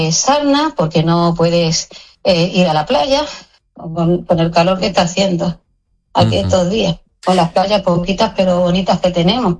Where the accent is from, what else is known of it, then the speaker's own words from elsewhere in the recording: Ceuta, Spain; Nosotros somos españoles, tanto Ceuta como Melilla, y independientemente de la creencia religiosa, nuestro vecino, ¿no? Que digo yo, no, nuestra población caballa, mayoritariamente es musulmana y cristiana